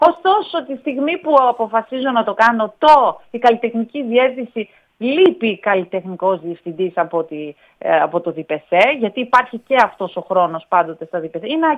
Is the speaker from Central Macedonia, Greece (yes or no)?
yes; Veria, Central Macedonia, Greece; moved away; also born or lived in Athens; στον τόπο που μεγάλωσα, όχι που γεννήθηκα, γιατί εγώ γεννήθηκα στην Αθήνα, αλλά μεγάλωσα στη Βέρεια